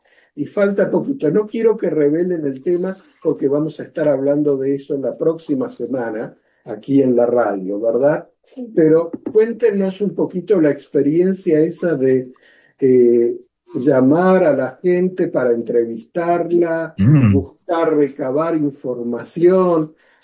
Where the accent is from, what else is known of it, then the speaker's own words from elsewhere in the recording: Argentina; moved away; Y yo soy originario de Argentina.